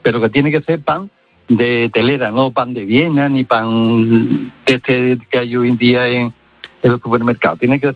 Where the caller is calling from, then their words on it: Morón de la Frontera, Andalusia, Spain